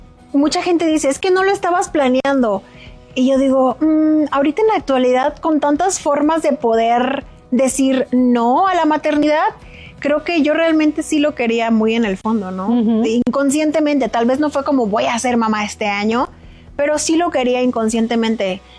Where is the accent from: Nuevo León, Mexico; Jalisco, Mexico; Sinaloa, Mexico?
Sinaloa, Mexico; Culiacán; Yo soy de Culiacán.